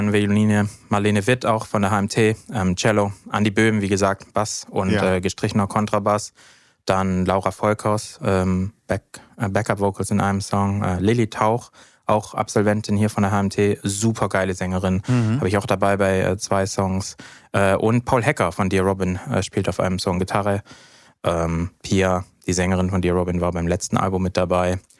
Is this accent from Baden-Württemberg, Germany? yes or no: yes; Ravensburg, Baden-Württemberg, Germany; Nee, ist aus Ravensburg, wo ich aufgewachsen bin.